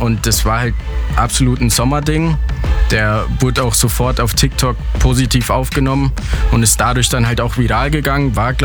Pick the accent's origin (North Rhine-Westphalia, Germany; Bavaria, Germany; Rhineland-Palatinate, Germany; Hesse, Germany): Bavaria, Germany; Wendelstein; also wir kommen ursprünglich aus Wendelstein, mhm. wenn jetzt die wenigsten kennen.